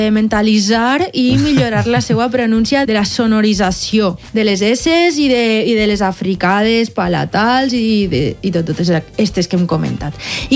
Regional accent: Valencian Community, Spain; És veritat, jo soc de la Plana Baixa i per ahir aquestes coses les escoltem.

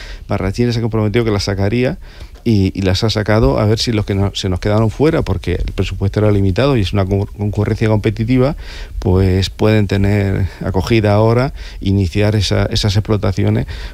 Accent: Orihuela, Valencian Community, Spain; Yo soy de la Vega Baja, de Orihuela, y tengo una sana envidia cada vez que voy a Elche.

